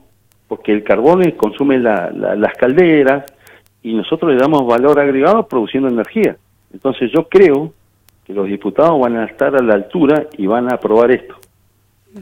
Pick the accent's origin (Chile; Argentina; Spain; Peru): Argentina; Santa Cruz; los diputados de mi pueblo, de 28, de Río Turbio